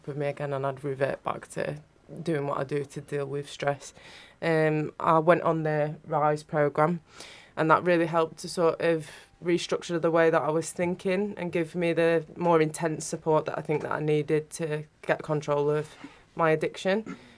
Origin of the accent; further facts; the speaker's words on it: England, United Kingdom; accent: Northern; Obviously, I'm not from around here. You can tell with my accent.